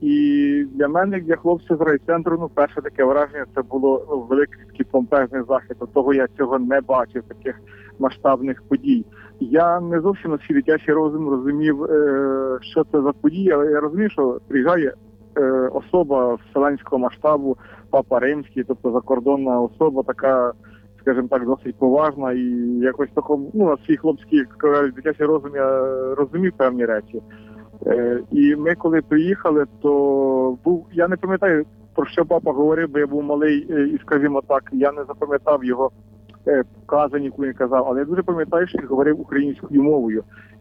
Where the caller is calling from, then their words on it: Vinnytsia Oblast, Ukraine; я з Вінницької області